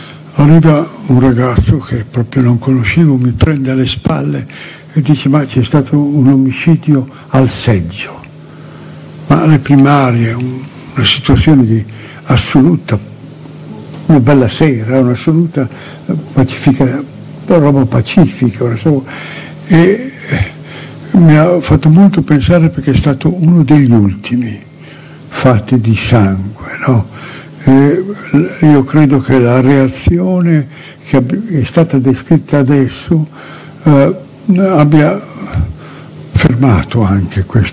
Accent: Reggio Emilia, Emilia-Romagna, Italy; nella mia città natale Reggio Emilia, terra del tricolore

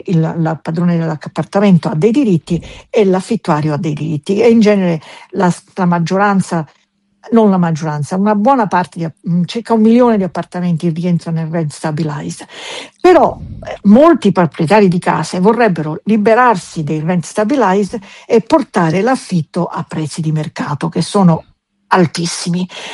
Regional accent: Tuscany, Italy; also born or lived in Sicily; Io sono siculo toscana.

